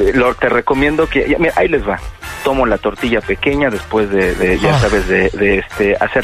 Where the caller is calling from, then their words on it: Mexico City, Mexico; Desde la Ciudad de México.